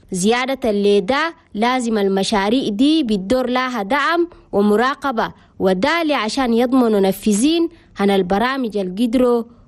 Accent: Chad; بلدنا تشاد بتكسب استثمارات بتتقدر بأكثر من 1000 مليار

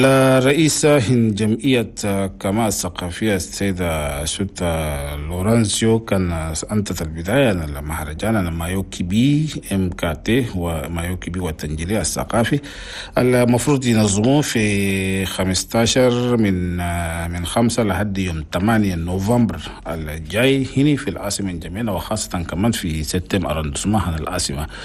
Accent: Chad; بلدنا تشاد

